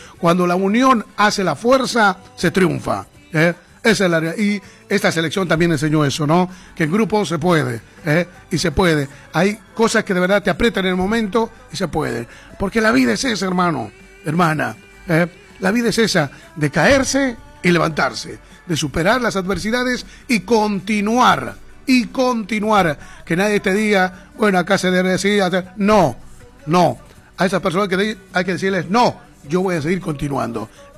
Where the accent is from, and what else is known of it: Bolivia